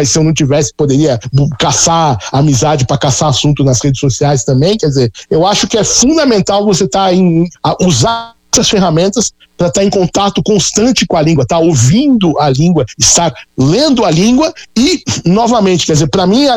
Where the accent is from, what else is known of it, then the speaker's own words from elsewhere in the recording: Brazil; este brasileiro que vos fala